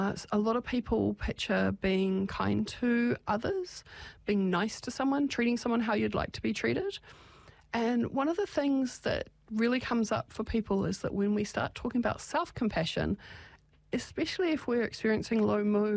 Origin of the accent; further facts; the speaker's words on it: Australia; being Australian